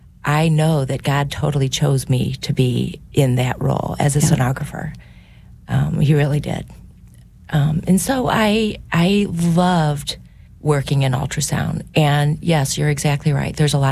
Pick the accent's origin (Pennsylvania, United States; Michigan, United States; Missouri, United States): Missouri, United States; Crestwood; Yeah, I grew up in Crestwood.